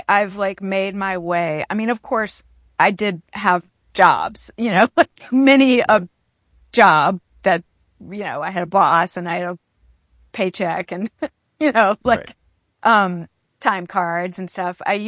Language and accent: English; Baton Rouge, Louisiana, United States; moved away as an adult; also born or lived in Los Angeles; I grew up in Baton Rouge, but my family is from New Orleans.